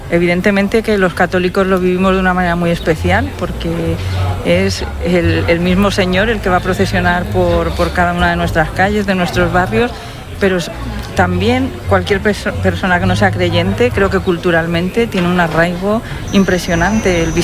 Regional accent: Mocejón, Castilla-La Mancha, Spain; Mi pueblo, Mocejón

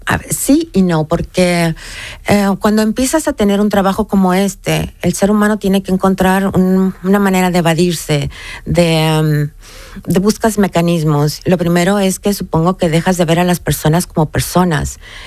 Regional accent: Mexico; en mi caso yo soy mexicana, ¿no? Y uno como mexicano piensa que ya está curado de espantos.

